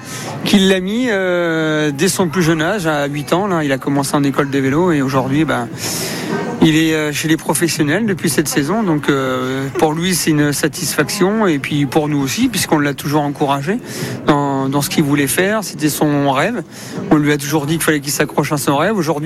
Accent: Saumur, Pays de la Loire, France; Donc là, comme on est de Saumur, on s'est dit on va faire le déplacement pour venir le voir au moins sur sa dernière course de la saison.

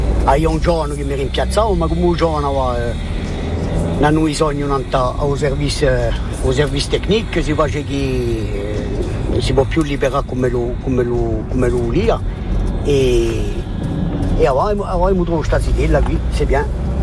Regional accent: Vezzani, Corsica, France; Io sono mica qui, io sono di Vezzani e quando posso collo, eh.

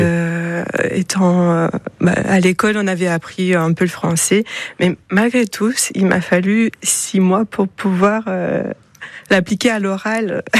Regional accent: Moldova; now in France; Je suis originaire de Moldavie, d'un petit village au nord du pays qui s'appelle Kojeout. Et dont la moitié de la population est arrivée en France dans les années 2000. Donc j'ai suivi un peu

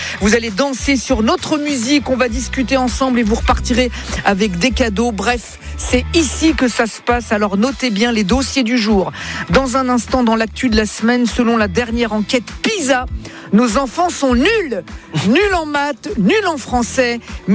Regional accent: Italy; Je suis italien, moi. Je parle avec les mains.

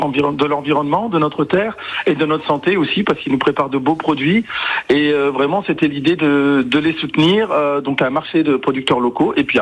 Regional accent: Roubaix, Hauts-de-France, France; je suis né, j'ai grandi à Roubaix, donc c'était la ville la plus pauvre de France. Et c'est vrai que là où on vivait, autour de nous, il y avait beaucoup de précarité, de violence

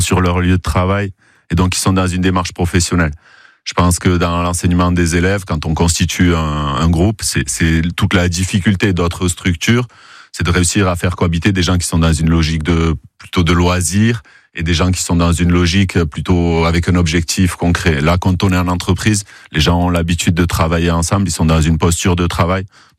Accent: Ustaritz, Nouvelle-Aquitaine, France; moved away as an adult; also born or lived in Bayonne / Marseille; Je suis né à Bayonne, j'ai grandi à Ustaritz et j'ai passé une vingtaine d'années à Marseille.

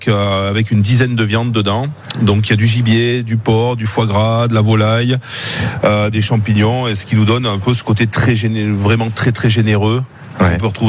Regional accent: Auvergne-Rhône-Alpes, France; moved away as an adult; now in Pyrénées-Orientales, France; D'origine, je suis auvergnat.

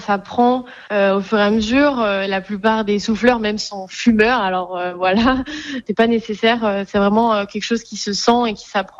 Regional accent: Nouvelle-Aquitaine, France; moved away as an adult; now in Grand Est, France; moi je me suis installée à Metz tout récemment. Avant d'arriver dans le Grand Est, je suis d'originaire de Charente-Maritime.

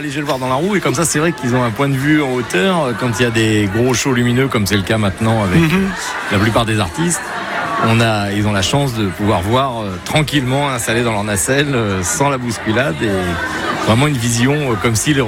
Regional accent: Argentan, Normandy, France; Et on est d'Argentan.

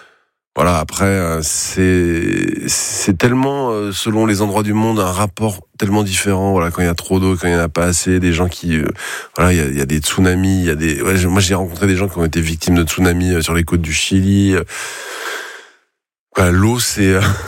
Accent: Saint-Malo, Brittany, France; j'ai grandi, je suis né en Bretagne, à Saint-Malo, voilà, j'ai passé ma vie sur l'eau.

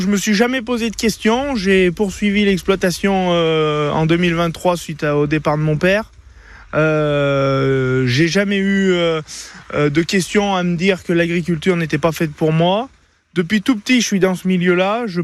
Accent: Quaix-en-Chartreuse, Auvergne-Rhône-Alpes, France; Quai, pour moi, je suis né là, de toute façon. Ça fait maintenant 26 ans que je suis à Quai.

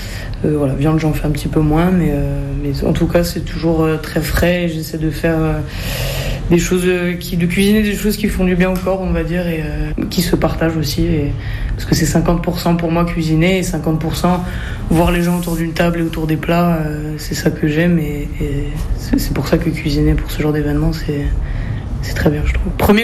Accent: Bastia, Corsica, France; also born or lived in Aix-en-Provence / Paris; Moi, j'ai grandi à Bastia, à 17 ans je suis parti faire mes études à Aix

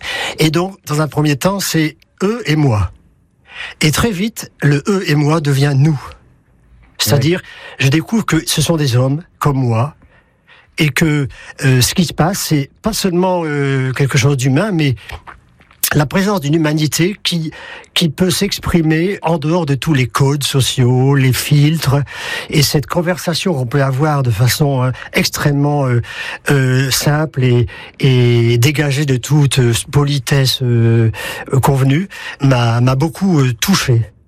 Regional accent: Hauts-de-France, France; moved away as an adult; now in Périgueux, France; En vrai dire, je suis pas originaire du Périgord, je suis originaire du Pas-de-Calais, mais je suis arrivé à Périgueux en 1981.

